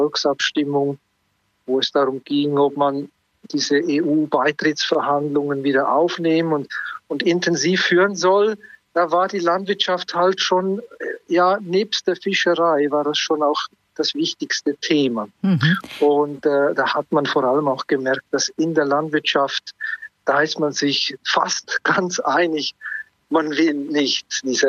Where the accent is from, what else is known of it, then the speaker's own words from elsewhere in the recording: Switzerland; now in Iceland; da merke ich dann so als Schweizer